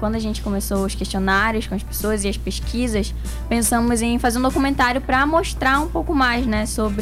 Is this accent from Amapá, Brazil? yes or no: yes; Amapá, Brazil; somos um distrito, né, do Amapá